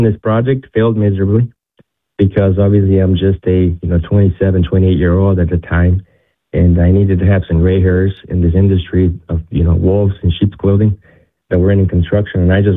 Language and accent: English; Ecuador; moved away as an adult; now in United States; I grew up in Ecuador for 17 years. I spent there, and then I came to the U.S. to get my engineering degree